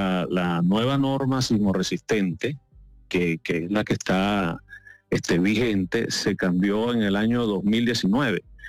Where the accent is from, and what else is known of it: Venezuela